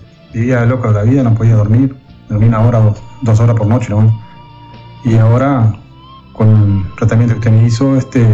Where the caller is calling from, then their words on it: Tacuarembó, Uruguay; soy de Tacuarembó